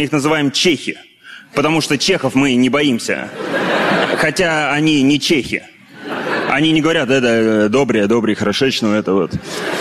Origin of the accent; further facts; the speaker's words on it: Russia; У русских, когда нам вкусно